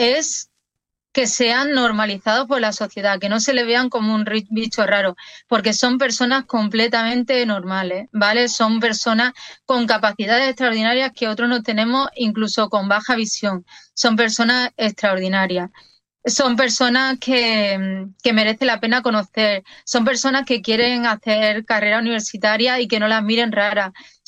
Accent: Seville, Andalusia, Spain; porque yo soy de origen sevillano.

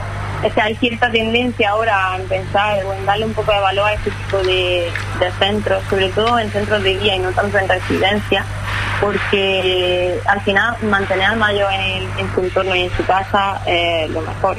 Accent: Balanegra, Andalusia, Spain; Yo es que estoy de Bala Negra.

